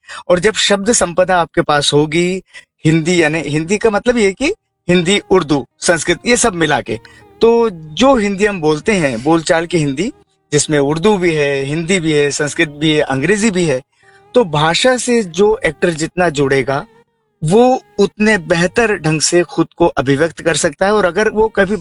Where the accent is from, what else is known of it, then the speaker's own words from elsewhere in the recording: Ujjain, Madhya Pradesh, India; moved away as an adult; now in Bhopal, India; मूलतः मैं उज्जैन मध्य प्रदेश का रहने वाला हूँ, लेकिन 2007 से मैं लगातार भोपाल में रहता हूँ